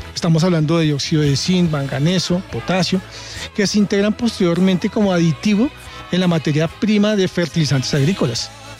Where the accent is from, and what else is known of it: Colombia